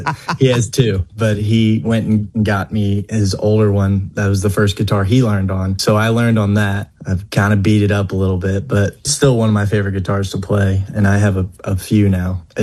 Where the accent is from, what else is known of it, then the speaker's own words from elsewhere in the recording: Louisville, Kentucky, United States; I grew up in Catholic schools. Went to Trinity High School. I'm a little Cardinals fan